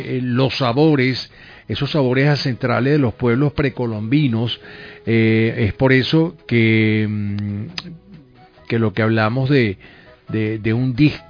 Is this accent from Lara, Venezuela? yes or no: no; Zulia, Venezuela